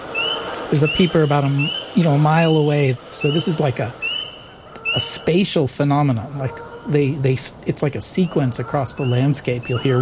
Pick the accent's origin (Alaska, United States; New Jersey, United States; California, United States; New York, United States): Alaska, United States; I grew up in Alaska and pretty remote areas